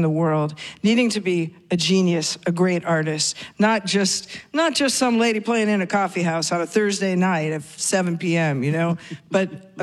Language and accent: English; Seattle, Washington, United States; given just my age when I grew up in Seattle, you know, I was a new wave girl